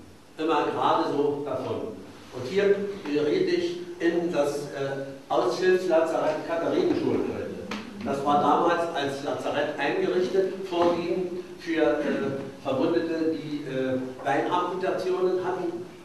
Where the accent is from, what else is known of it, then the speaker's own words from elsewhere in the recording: Königsberg, Kaliningrad Oblast, Russia; moved away; Ich habe 1943 in Königsberg, meiner Heimatstadt, das Abitur gemacht, war auch noch an der Albertina-Universität meiner Stadt eingeschrieben